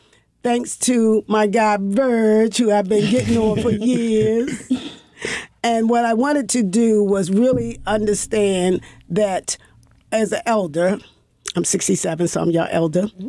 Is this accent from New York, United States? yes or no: no; Baltimore, Maryland, United States; So I grew up here in Baltimore, 10 children, but my mother actually grew up in North Carolina, and she was only one of two, right?